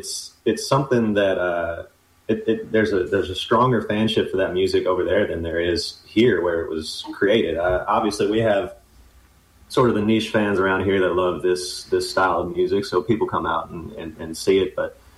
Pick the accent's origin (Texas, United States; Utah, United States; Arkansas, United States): Arkansas, United States; Marion; Yeah, I was born and raised in Marion, Arkansas, in Crittenden County. Spent my whole life there.